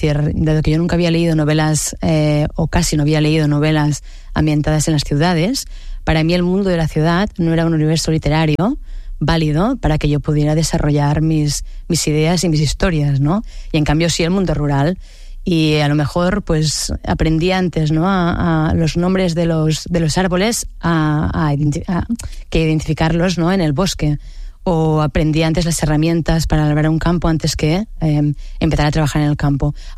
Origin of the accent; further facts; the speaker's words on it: Barcelona, Catalonia, Spain; born there; yo soy nacida en Sants, en el barrio de Sants, que es evidentemente muy urbanita